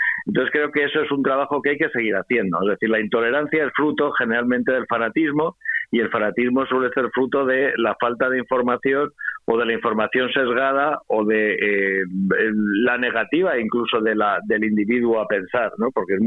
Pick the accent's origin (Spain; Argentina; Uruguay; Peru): Spain